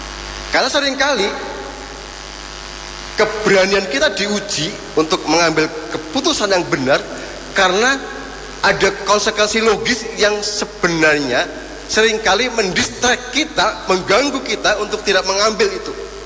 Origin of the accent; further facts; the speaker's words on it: Central Java, Indonesia; now in Gandrungmangu, Indonesia; Saya asli Pangkal, datang ke Cilacap hari ini dengan satu istri, satu anak.